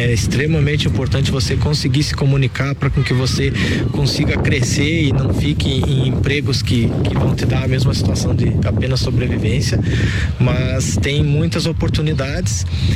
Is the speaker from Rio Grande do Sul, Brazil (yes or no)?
yes; São Leopoldo, Rio Grande do Sul, Brazil; moved away as an adult; also born or lived in Vacaria; now in Ireland; Eu sou gaúcho, natural de São Leopoldo.